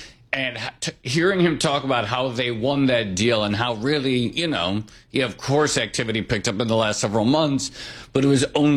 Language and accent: English; New York, United States; I'm a New Yorker. I've lived here.